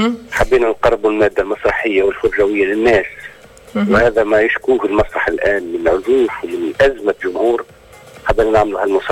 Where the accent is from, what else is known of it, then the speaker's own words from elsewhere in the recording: Jemna, Kebili Governorate, Tunisia; جمنة هذه قرية موجودة بحث القلعة مش بعيدة، بين قبيلي ودوز 11 كيلومتر وهي مسقط رأسي … معروف يعني على مستوى الولايات كل.